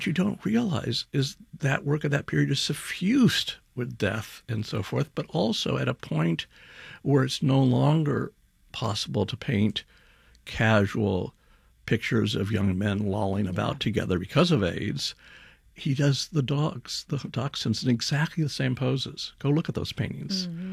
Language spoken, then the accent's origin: English; Los Angeles, California, United States; I grew up in L.A.